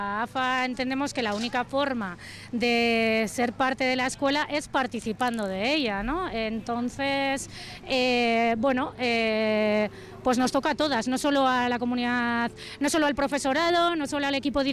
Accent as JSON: {"language": "Spanish", "town": "Vitoria-Gasteiz", "region": "Basque Country", "country": "Spain", "said": "yo en concreto soy de Adurza, nos parece muy importante la vinculación de la escuela con el barrio"}